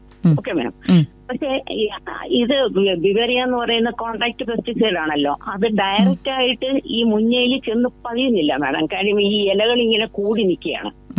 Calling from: Ulloor, Kerala, India; ഉള്ളൂരിൽ നിന്നാണ്

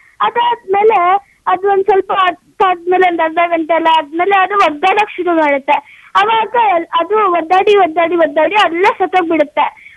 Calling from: Mysuru, Karnataka, India

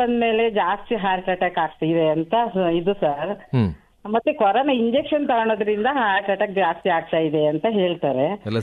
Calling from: Gujjanahalli, Karnataka, India; Belur taluk ಗುಜ್ಜನಹಳ್ಳಿಯಿಂದ sir.

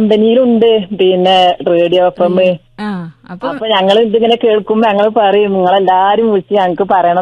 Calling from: Vellambram, Kerala, India; Vellambram.

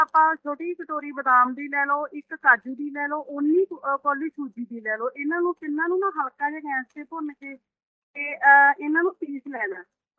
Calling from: Ghudda, Punjab, India; ਅਸੀਂ ਘੁੱਦੇ ਤੋਂ ਬੋਲਦੇ ਹਾਂ ਮੈਮ।

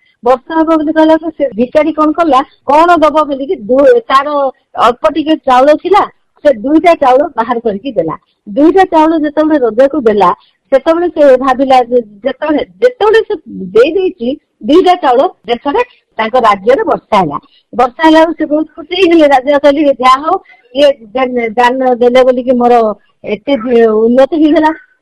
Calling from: Jagatsinghpur, Odisha, India

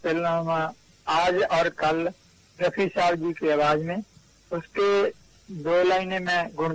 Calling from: Punjab, India; मैं वैसे पंजाब से हूँ

